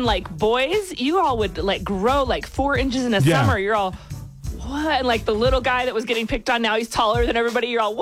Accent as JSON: {"language": "English", "town": "Denver", "region": "Colorado", "country": "United States", "tie": "born or raised there", "said": "And I grew up in Colorado, in Denver."}